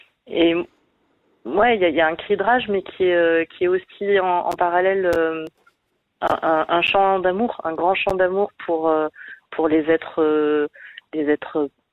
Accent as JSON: {"language": "French", "region": "Provence-Alpes-Côte d'Azur", "country": "France", "tie": "born or raised there", "said": "J'ai grandi dans les Hautes-Alpes et dans un rapport très, très concret, très direct et très libre avec les éléments"}